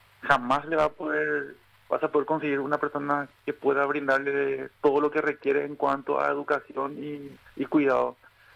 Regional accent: Paraguay; nosotros como paraguayos, pues nosotros los paraguayos somos los únicos que conservamos prácticamente el idioma

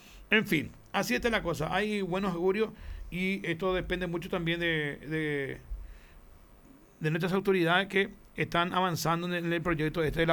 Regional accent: Ñeembucú, Paraguay; born there; moved away as an adult; ciertos lugares como mi pueblo, por ejemplo, igual Esteche

